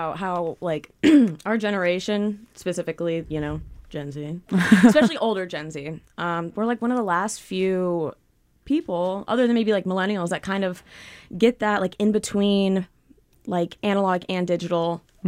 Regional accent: Lincoln, Nebraska, United States; born there; also born or lived in Midwest; In Lincoln, but I've kind of moved around the United States my whole life, mainly the Midwest.

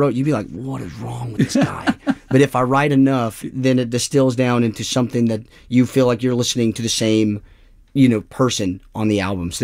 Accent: Tennessee, United States; Me and Brenna are from the same area, kind of Appalachia. She's from Eastern Kentucky. I'm from Eastern Tennessee.

